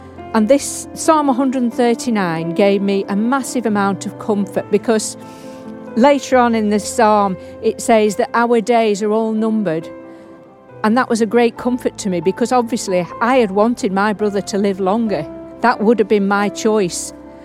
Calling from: North West England, United Kingdom; I'm from Lancashire.

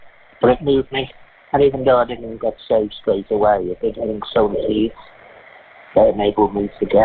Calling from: Widnes, North West England, United Kingdom; I'm from Widnes in Cheshire.

